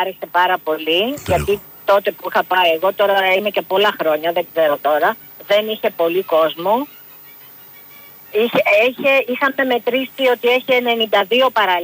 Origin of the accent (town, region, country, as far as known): Greece; now in Australia